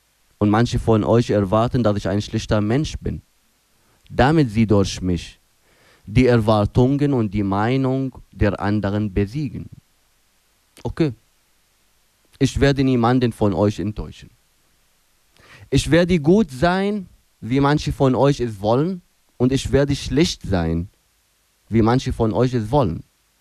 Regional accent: Aleppo, Aleppo Governorate, Syria; now in Berlin, Germany; Aleppo, wo ich aufgewachsen bin, und Berlin, wo ich jetzt lebe.

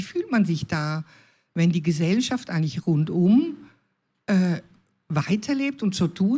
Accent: Switzerland; Ich selbst bin Tochter einer Italienerin, bin aber als Schweizer Kind aufgewachsen in der Schweiz, weil mein Vater eben Schweizer war.

